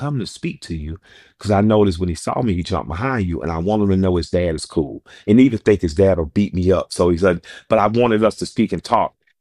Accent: the South, United States; And I grew up in the South. My grandparents were from Eatonton, Georgia, and Tuskegee.

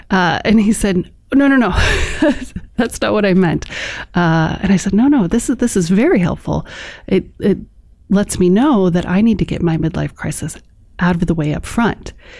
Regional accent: Chicago, Illinois, United States; I grew up in Chicago

